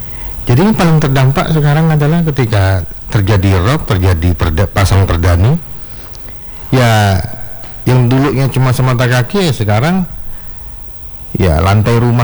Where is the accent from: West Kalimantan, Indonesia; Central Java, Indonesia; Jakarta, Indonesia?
Jakarta, Indonesia; now in North Sumatra, Indonesia; kebetulan saya kan dari Jakarta. Saya dari Jakarta, istri saya orang Medan gitu.